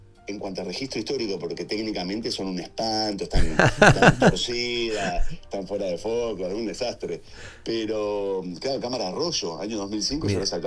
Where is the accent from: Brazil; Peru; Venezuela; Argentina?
Argentina; Rosario, Santa Fe; now in Buenos Aires, Argentina; estoy más rosarino que nunca, ¿no? Estaba viviendo, soy rosarino, pero estaba viviendo afuera, así que volví hace un año, acá ahora estoy en Capital, ¿no? Estoy en Cava.